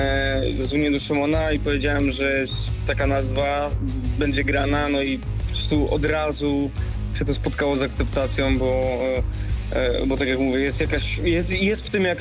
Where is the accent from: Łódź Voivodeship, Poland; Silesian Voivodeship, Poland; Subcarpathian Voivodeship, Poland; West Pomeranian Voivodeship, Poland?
Subcarpathian Voivodeship, Poland; moved away as an adult; Obaj pochodzimy w ogóle z Podkarpacia, z Rzeszowa i okolic.